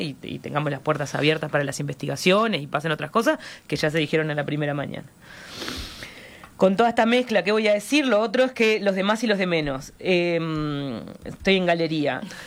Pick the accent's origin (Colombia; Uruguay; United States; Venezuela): Uruguay; no solo porque soy uruguaya